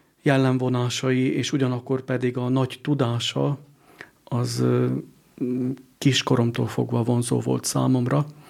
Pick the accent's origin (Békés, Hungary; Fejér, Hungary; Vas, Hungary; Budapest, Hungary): Vas, Hungary; Szeleste; Egy kis faluban nőttem föl, Vas megyében, Szelestén, és a családomról azt lehet tudni, hogy anyai oldalról vallásos, hagyományos hívő család